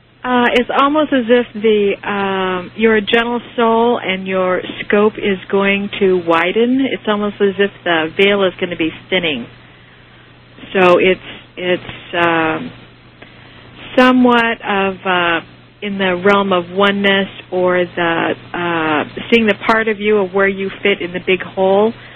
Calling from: Julian, California, United States; I'm from Julian, California.

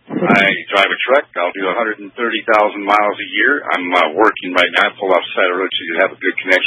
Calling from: Coachella, California, United States; I'm a truck driver. I'm calling from Coachella, California.

